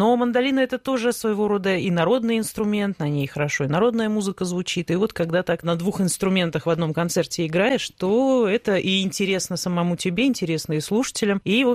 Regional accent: Belarus; я тоже из Белоруссии

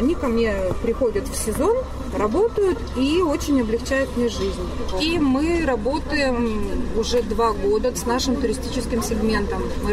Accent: Ural, Russia; Есть то, как готовят на моей малой родине, на Северном Урале.

